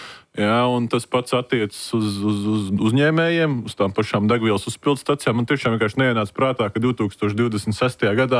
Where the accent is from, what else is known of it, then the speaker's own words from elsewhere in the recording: Sigulda Municipality, Latvia; man es no Siguldas novada.